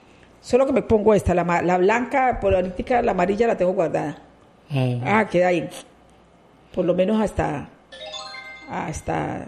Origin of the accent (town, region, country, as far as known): Colombia